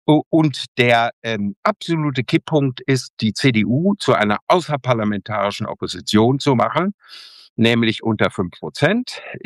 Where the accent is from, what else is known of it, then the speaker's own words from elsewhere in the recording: Bünde, North Rhine-Westphalia, Germany; bin ich in Bünde in Westfalen, in meiner Heimat, Ostwestfalen